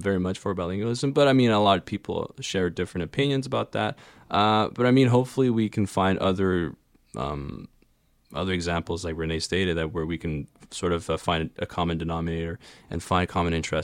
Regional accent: Montreal, Quebec, Canada; born there; growing up in Montreal.

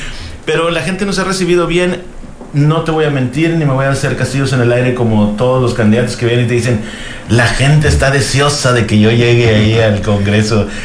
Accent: Allende, Coahuila, Mexico; nosotros somos de Allende, ya lo sabes, sí, por ende, ¿no?, de la región 5 Manantiales.

